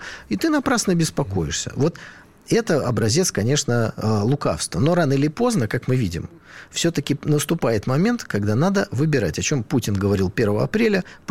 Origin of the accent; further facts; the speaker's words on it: Armenia; это он, ну, мы, армяне, да, находится в очень сложном и плохом географическом положении